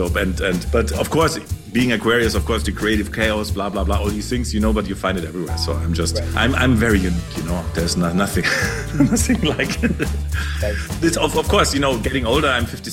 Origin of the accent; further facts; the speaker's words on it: Munich, Bavaria, Germany; I grew up in Munich, where everything stops at 8 o'clock in the evening